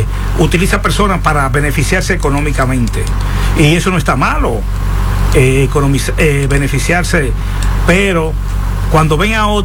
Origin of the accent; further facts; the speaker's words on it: Dominican Republic; Muchas cosas que podemos resaltar de nuestro país bello y hermoso.